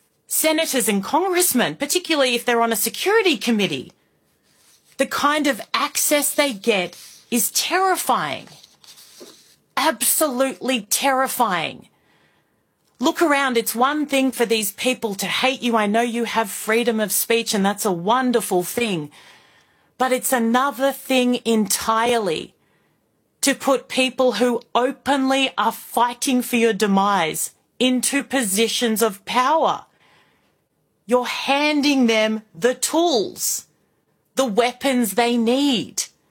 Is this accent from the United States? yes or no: no; Indonesia; born or raised there